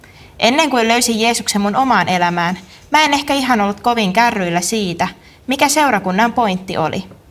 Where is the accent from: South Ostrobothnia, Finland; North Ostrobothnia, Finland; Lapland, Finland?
South Ostrobothnia, Finland; moved away as an adult; now in Jyväskylä, Finland; 23-vuotias nuori nainen. Olen lähtöisin Etelä-Pohjanmaalta ja tällä hetkellä asustelen opintojen perässä Jyväskylässä.